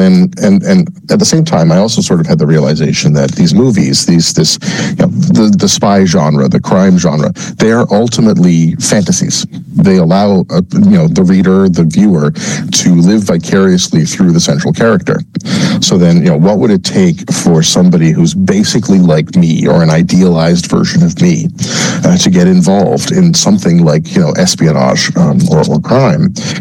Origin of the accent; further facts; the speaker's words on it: Newfoundland and Labrador, Canada; if I try to set something in Newfoundland, then I end up taking it seriously. It's my home.